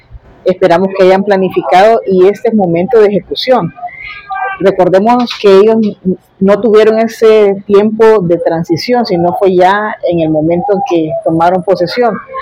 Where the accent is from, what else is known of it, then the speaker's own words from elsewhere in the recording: Honduras; como pueblo hondureño y como gremio médico.